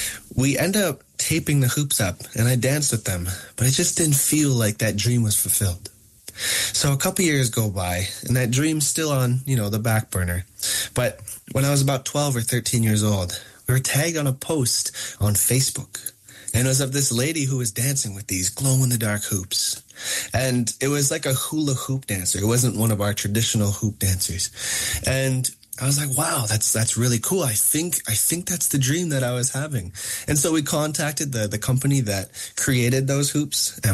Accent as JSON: {"language": "English", "region": "Ontario", "country": "Canada", "tie": "born or raised there", "said": "There's this man that came over to the Algonquin territory where I grew up in Ontario."}